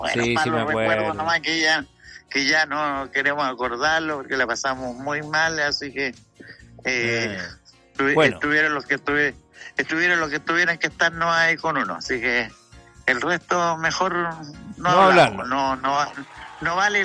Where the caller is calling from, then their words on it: Atacama, Chile; Sí, yo soy de Cobremán y me voy a morir en Cobremán